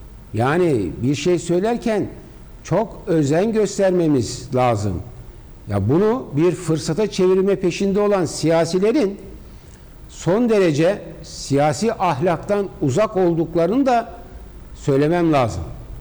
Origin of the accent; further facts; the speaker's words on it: Mersin, Turkey; Şimdi biz Mersin'deyiz. Mersinliyiz.